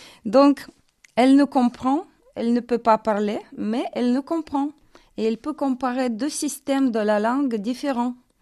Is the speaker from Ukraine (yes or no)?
yes; Ukraine; accent: Russian; French is a second language; now in France; il dit que j'ai l'accent russe. Voilà, on tous parle russe, mais maintenant on parle ukrainien.